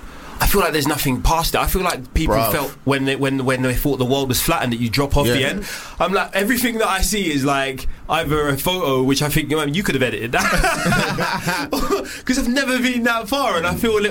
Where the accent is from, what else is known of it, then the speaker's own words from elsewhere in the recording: Nigeria; I'm Nigerian.